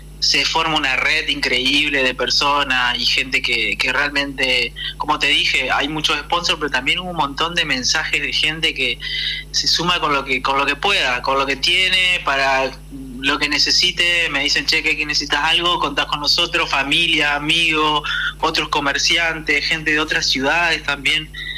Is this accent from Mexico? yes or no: no; Argentina; now in Diamante, Argentina; como argentino obviamente es un orgullo